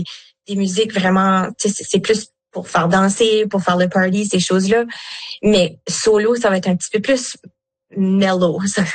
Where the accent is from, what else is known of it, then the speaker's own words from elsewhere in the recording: Canada; Comme moi, je suis acadienne, là, mes deux parents sont francophones acadiens